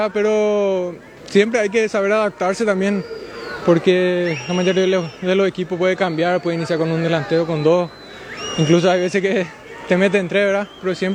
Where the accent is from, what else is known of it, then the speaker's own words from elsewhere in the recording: Mariano Roque Alonso, Central, Paraguay; soy de Mariano.